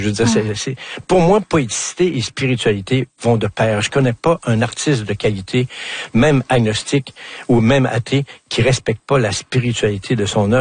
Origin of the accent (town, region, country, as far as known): Quebec, Canada; accent: Québécois